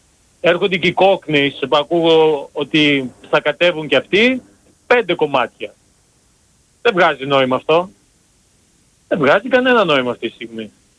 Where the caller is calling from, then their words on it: Volos, Thessaly, Greece; Εγώ φίλε είμαι από Βόλο.